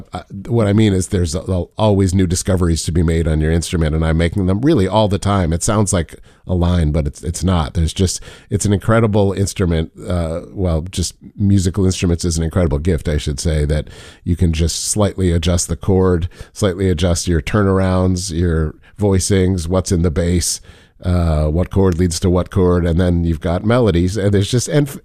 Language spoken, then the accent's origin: English; Philadelphia, Pennsylvania, United States; moved away as an adult; also born or lived in New York City; now in Chicago, United States; Alexa and I have been in Chicago a long time. We're both from Philadelphia, but we were planning a life in New York City